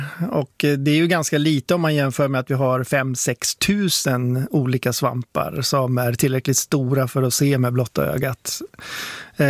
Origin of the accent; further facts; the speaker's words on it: Sweden; Jag är svensk, det är hemligt.